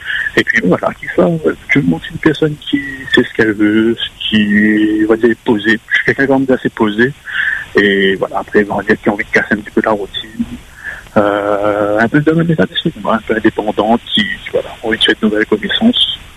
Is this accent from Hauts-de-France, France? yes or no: yes; Hauts-de-France, France; Donc, moi, je suis du Nord, mais si c'est quelqu'un dans les autres secteurs, c'est pas dérangeant.